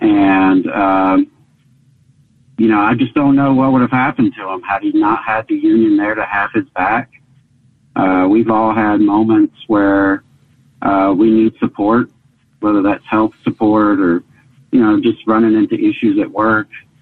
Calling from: Birmingham, Alabama, United States; In from Birmingham today.

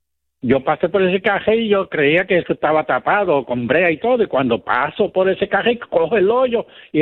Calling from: Luquillo, Puerto Rico; soy de Luquillo.

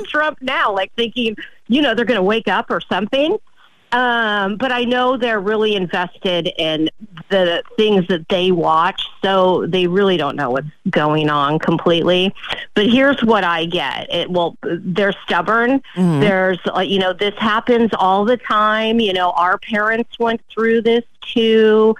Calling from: San Francisco Bay Area, California, United States; I'm from the Bay Area

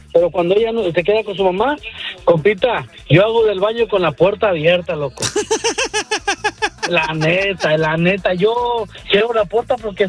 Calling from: Los Angeles, California, United States; En el South Centro de Los Ángeles.

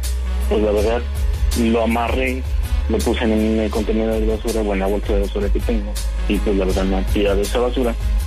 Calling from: San Martín Texmelucan, Puebla, Mexico; No, yo me encuentro en San Martín.

